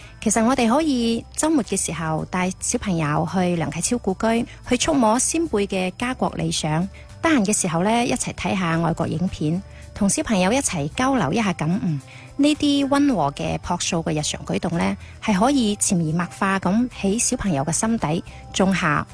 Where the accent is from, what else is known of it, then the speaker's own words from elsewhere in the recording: Xinhui, Guangdong, China; 我哋新会咧系著名嘅侨乡